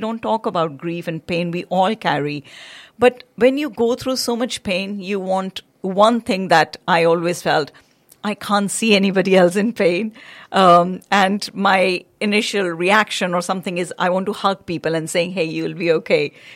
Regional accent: India; and then gone through so many challenges growing up in India as a girl

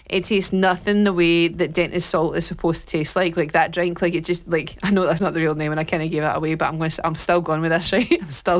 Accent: Hamilton, Scotland, United Kingdom; I grew up in Hamilton in South Lanarkshire

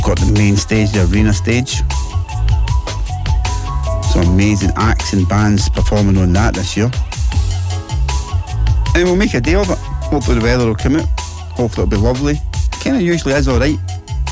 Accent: Scotland, United Kingdom; as a Scottish person

